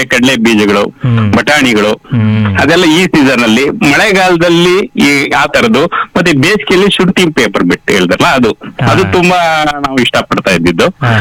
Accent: Tarikere, Karnataka, India; born there

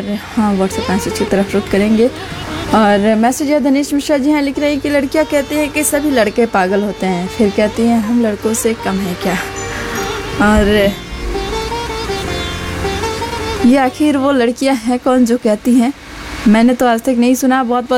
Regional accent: Gopalganj, Bihar, India; मैं गोपालगंज से ही हूँ

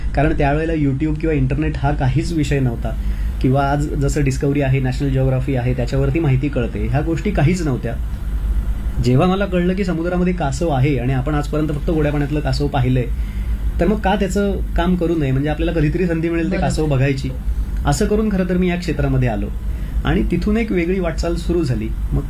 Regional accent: Velas, Maharashtra, India; also born or lived in Mumbai; रत्नागिरी जिल्ह्यात मंडणगड तालुक्यात वेळास माझं गाव आहे, तिथे शेतीवाडी आहे.

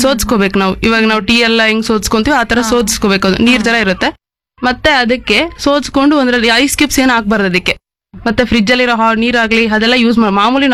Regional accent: Kolar Gold Fields, Karnataka, India; ನಾನು ಕೆಜಿಎಫ್ ಗ್ರಾಮಾಂತರ ಕಡೆಯಿಂದ ಬಂದಿದ್ದೀನಿ.

